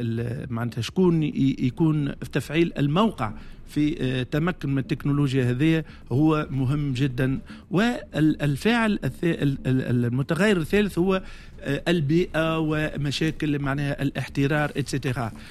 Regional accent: Tunisia

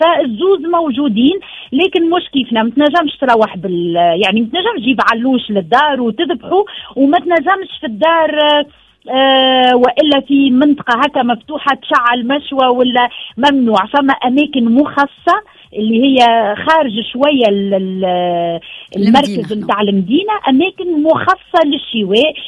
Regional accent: Tunisia; moved away as an adult; now in China; فهذاك العيد الوحيد اللي عديته في تونس من 2007 وسنة كما قلت لك يعني العيد رقم 20 في الصين

